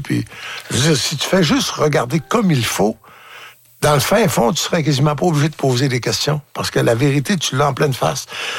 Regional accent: Falardeau, Quebec, Canada; Encore là, je dis, c'est fou à dire, mais je viens de Falardeau.

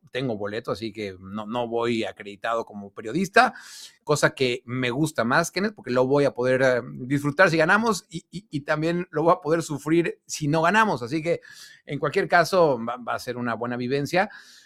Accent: Mexico City, Mexico; moved away; es un mundial en mi ciudad, en mi país. No me tocó vivir la del 86, era muy, muy niño.

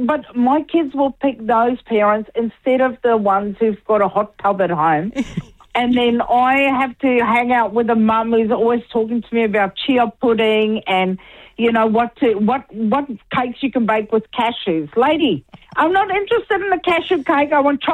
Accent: South Africa; accent: South African, Kiwi, Australian; also born or lived in New Zealand; now in Australia; I always say I'm a South African Kiwi that works in Australia. So I've got that full blend.

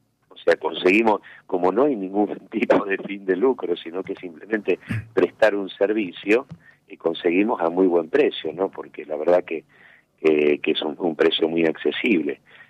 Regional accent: Argentina; en nuestra patria y como argentinos.

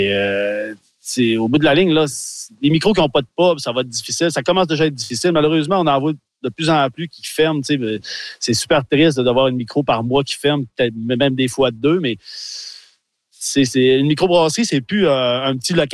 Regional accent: Quebec, Canada; Moi, je suis du Saguenay-Lac-Saint-Jean, fait, mon cercle de vente, ça se situe entre la Beauce et la Côte-Nord.

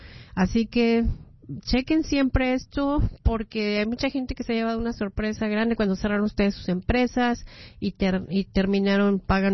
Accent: Mexico City, Mexico; moved away; Ah, yo soy de la Ciudad de México, así que pues mi mero mole.

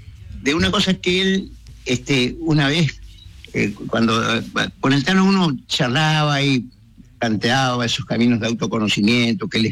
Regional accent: Curuzú-Cuatiá, Corrientes, Argentina; Si yo vuelvo a mi pueblo, a Curuzú-Cuatiá, y me encuentro con quien tenía conmigo cuando yo tenía 14 años

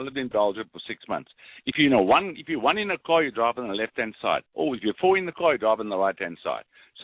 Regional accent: Cape Town, Western Cape, South Africa; born there; now in Langebaan, South Africa; I was born in Beaumont Cottages when they built that bridge.

